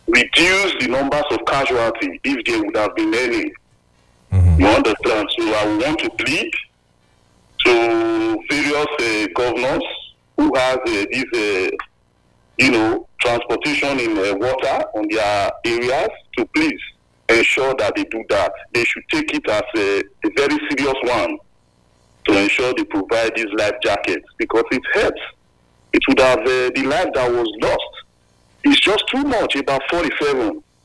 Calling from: Benin City, Edo, Nigeria; I'm calling from Benin City, Ohororo, to be precise.

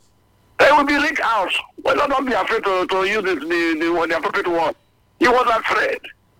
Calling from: Benin City, Edo, Nigeria; calling from Benin.

